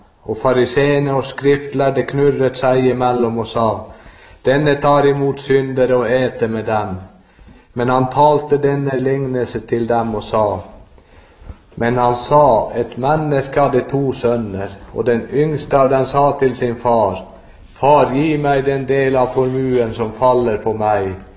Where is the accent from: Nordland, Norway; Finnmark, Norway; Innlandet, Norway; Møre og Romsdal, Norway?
Finnmark, Norway; Alta; så kommer jeg fra Alta, fra den leste av de ankeverket.